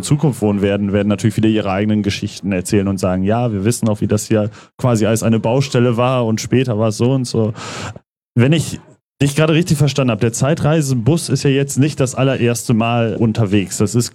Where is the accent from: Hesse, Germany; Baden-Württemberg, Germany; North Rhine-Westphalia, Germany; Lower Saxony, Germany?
North Rhine-Westphalia, Germany; für mich als gebürtigen Münsterländer